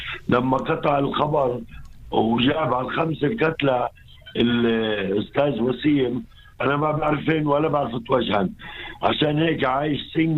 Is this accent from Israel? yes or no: yes; Nazareth, Northern District, Israel; من الناصري.